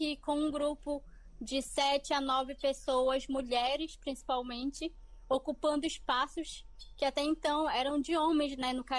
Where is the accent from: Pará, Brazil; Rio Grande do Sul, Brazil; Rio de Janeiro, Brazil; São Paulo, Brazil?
Pará, Brazil; A gente é daqui do oeste do Pará, bem no finalzinho do Pará